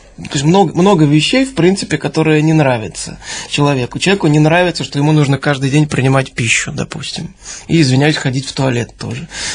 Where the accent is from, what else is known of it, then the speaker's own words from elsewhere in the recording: Saint Petersburg, Russia; ну, пусть петербуржцы не обижаются, я сам петербуржец